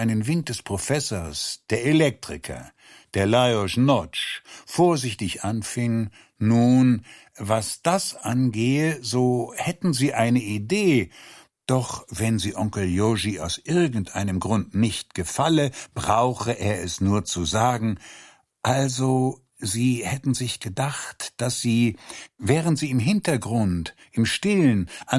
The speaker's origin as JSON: {"language": "German", "country": "Hungary", "said": "mein Sohn, du bist Ungar. Und das hat sich mir für immer ins Gedächtnis gebrannt. Denn natürlich bin ich Ungar."}